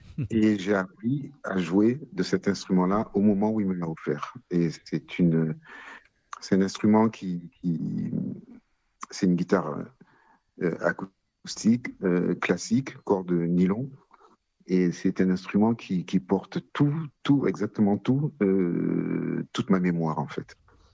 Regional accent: Porto-Novo, Ouémé, Benin; born there; je suis né en terre d'Afrique subsaharienne. Je suis né précisément à Porto Novo, en 1960, et à cette époque-là, d'ailleurs, ça ne s'appelait pas encore le Bénin, c'était le Dahomey.

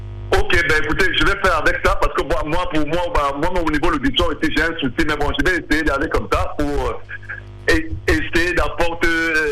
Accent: Cameroon; en tant que Camerounais

